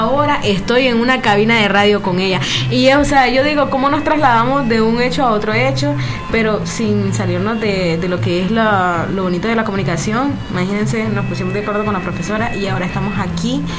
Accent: Chinandega, Nicaragua; born there; Yo soy de Chinandega, de la parte central, pero igual crecemos con la radio

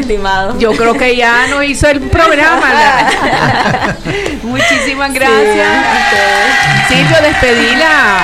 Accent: Nicaragua; Los nicaragüenses

